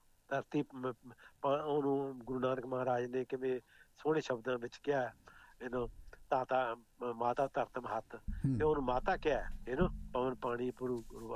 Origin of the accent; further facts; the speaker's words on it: Punjab, India; ਮੈਂ ਵੀ ਗੌਰਮੈਂਟ ਸਕੂਲਾਂ 'ਚ ਪੜ੍ਹਿਆ ਅਤੇ ਮੈਂ ਦੇਖੋ ਜੀ ਸਾਡੇ ਪਿੰਡ ਦੇ ਨੇੜੇ ਸੀ ਤਖੜਾ ਪਿੰਡ, ਉੱਥੇ ਮੈਂ 8ਵੀਂ 'ਚ ਪੜ੍ਹਦਾ ਸੀ ਅਤੇ ਮੈਂ ਸਾਰੇ ਜ਼ਿਲ੍ਹੇ 'ਚ ਸੈਕਿੰਡ ਆਇਆ ਸੀ